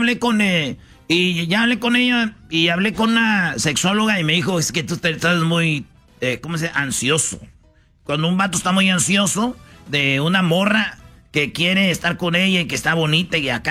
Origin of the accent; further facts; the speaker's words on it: Jalisco, Mexico; Soy de los Altos Jalisco, del estado. Y de la región más conservadora de México, si no sabías, ¿ok?